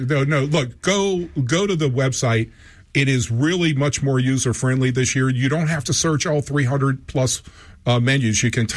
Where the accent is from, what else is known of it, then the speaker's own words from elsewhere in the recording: New Orleans, Louisiana, United States; I'm from New Orleans and grew up whenever you had gatherings.